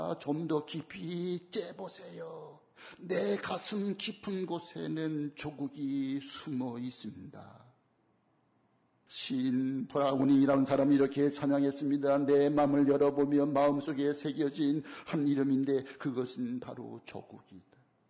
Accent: South Korea; 우리가 대한민국에 태어나서 대한민국 국민이 되어진 것을

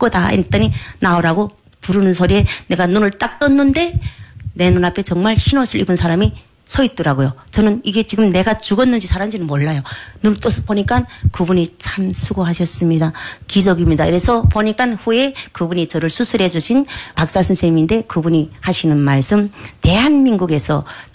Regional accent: North Korea; moved away as an adult; now in South Korea; 제가 북한에서 왔다니까

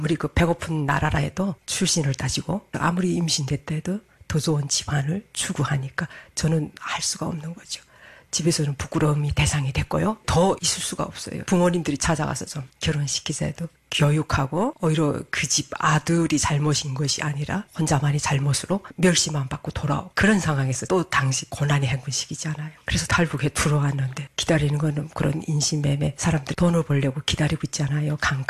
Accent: North Korea; moved away as an adult; also born or lived in China; 나는 갈 데가 없다고. 나는 조선에서 왔다고 하니까

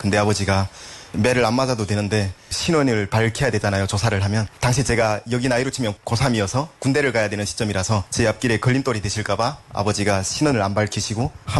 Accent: Hyesan, Ryanggang, North Korea; 저는 양강도 희산시라는 곳에서 평범한 노동자 가정의 외아들로 태어났습니다.

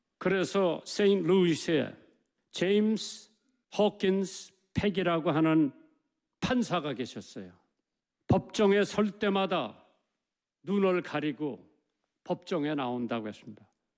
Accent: South Korea; 우리 한국 사람들은 generous 앨러스가 존경한다고 하지만은 제가 본 한국 사람들은 체면을 많이 생각을 해요.

